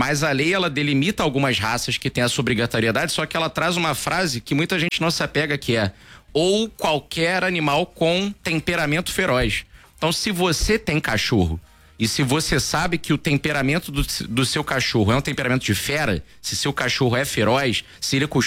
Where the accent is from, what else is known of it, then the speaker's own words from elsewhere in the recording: Rio de Janeiro, Brazil; a gente é carioca.